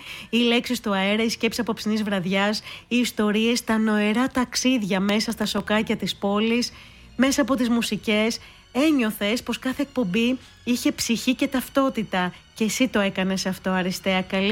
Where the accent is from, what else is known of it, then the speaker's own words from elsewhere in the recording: Peraia, Central Macedonia, Greece; από την Περαία.